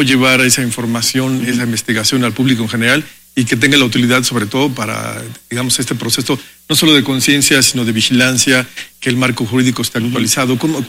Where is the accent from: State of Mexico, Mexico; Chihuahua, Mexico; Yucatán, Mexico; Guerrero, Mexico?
State of Mexico, Mexico; ¿Qué tanta conciencia tendremos como mexicanos, como mexiquenses en general, respecto al valor patrimonial?